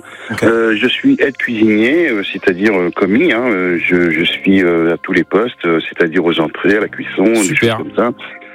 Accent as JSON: {"language": "French", "region": "Centre-Val de Loire", "country": "France", "said": "Moi, je suis plutôt de l'Indre, hein"}